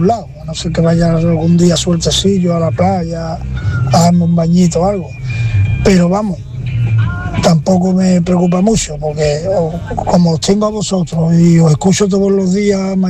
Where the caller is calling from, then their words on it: Seville, Andalusia, Spain; de Sevilla.